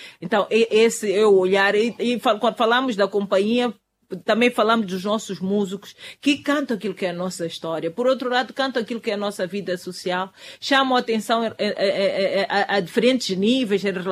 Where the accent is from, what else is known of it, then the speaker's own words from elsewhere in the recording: Mozambique; todos nós como moçambicanos